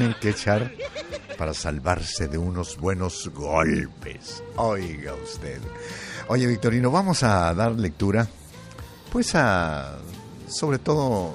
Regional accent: Mexico; nosotros, como somos mexicanos

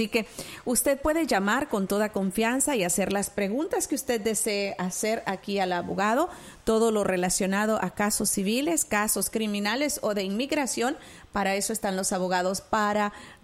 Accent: Mexico; Somos de México y me gustaría saber más o menos cuánto tiempo más hay que esperar.

